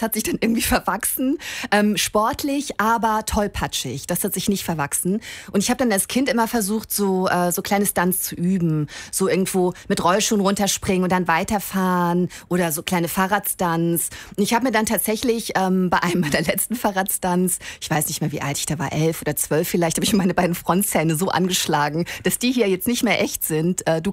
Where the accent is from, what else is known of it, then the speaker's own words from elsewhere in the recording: Thuringia, Germany; born there; Also, ich bin ja ein Kind der 80er. Und ich bin in Thüringen geboren